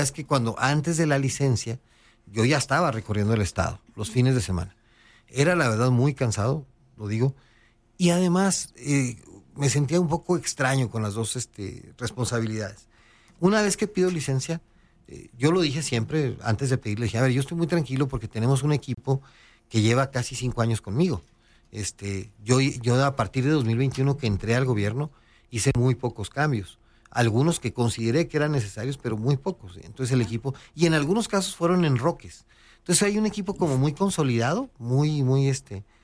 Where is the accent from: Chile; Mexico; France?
Mexico; Chihuahua; los chihuahuenses vamos a estar a recibir muchas encuestas de todo tipo.